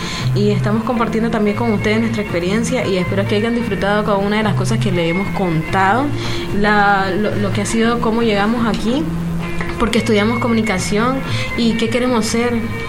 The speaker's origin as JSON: {"language": "Spanish", "region": "Chinandega", "country": "Nicaragua", "tie": "born there", "said": "Yo soy de Chinandega, de la parte central, pero igual crecemos con la radio"}